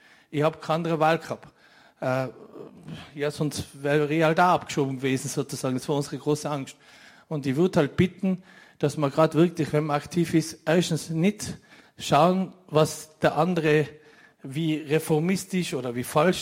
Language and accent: German; Innsbruck, Tyrol, Austria; Ich bin im Z6 im Jugendzentrum aufgewachsen. Und 1994, also ich bin 77 geboren